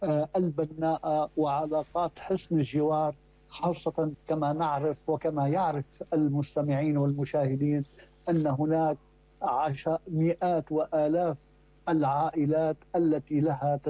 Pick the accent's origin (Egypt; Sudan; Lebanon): Lebanon; نحن بنعرفه كلبنانيين